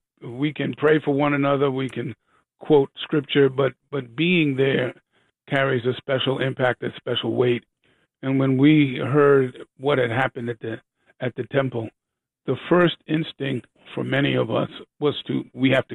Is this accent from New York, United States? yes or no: yes; New York City, New York, United States; as a New Yorker